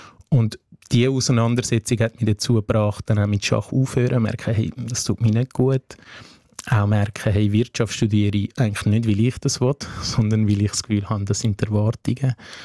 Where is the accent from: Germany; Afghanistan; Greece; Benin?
Afghanistan; now in Switzerland; Wie du gesagt hast, ich bin aus Afghanistan in die Schweiz geflüchtet.